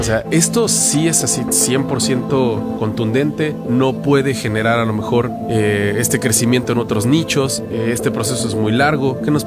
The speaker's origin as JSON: {"language": "Spanish", "country": "Mexico", "said": "del Día de Muertos, que tenemos muy arraigados como mexicanos."}